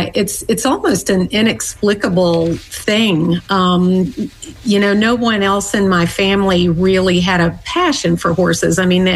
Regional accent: Bowling Green, Kentucky, United States; I grew up in Bowling Green, Kentucky

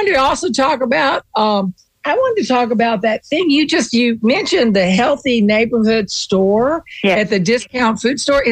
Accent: Mobile, Alabama, United States; now in Florida, United States; originally I was from Mobile, Alabama. And, you know, we have so much seafood there

